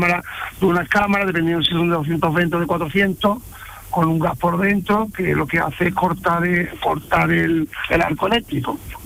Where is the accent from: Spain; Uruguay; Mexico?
Spain; Seville, Andalusia; Yo de Sevilla capital.